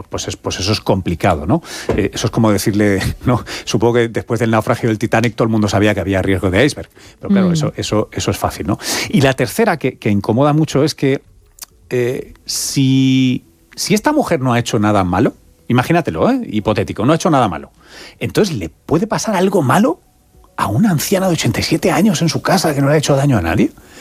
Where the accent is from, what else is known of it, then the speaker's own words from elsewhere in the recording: Tomelloso, Castilla-La Mancha, Spain; El de mi padre, mi familia. … de Tomelloso.